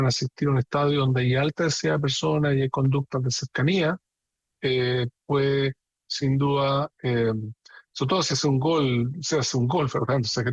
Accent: Chile; chileno griego, sí.

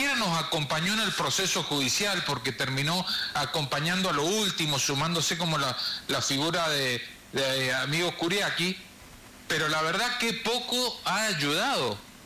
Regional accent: San Rafael, Mendoza, Argentina; esto lo digo como sanrafaelino

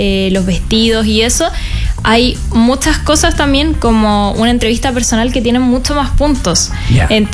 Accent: Curicó, Maule, Chile; moved away as an adult; No, yo no nací en Curicó, mi mamá nació en Curicó.

